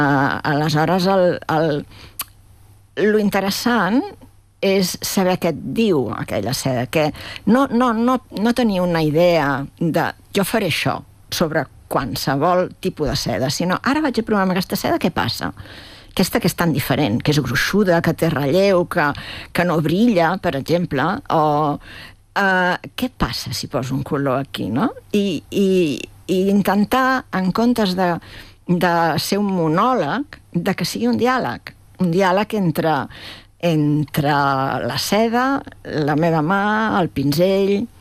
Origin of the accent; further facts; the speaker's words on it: Esparreguera, Catalonia, Spain; born there; Bueno, jo vaig néixer a Esparreguera i tinc el teatre posat...